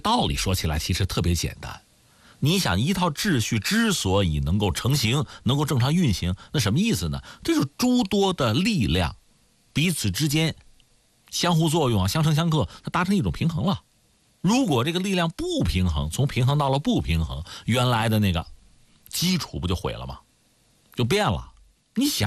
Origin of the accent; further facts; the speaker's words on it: China; 我们中国人